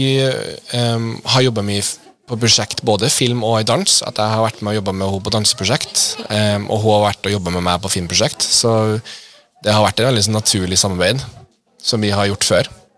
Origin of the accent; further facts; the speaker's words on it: Canada; now in Trøndelag, Norway; Jag är ju från Kanada.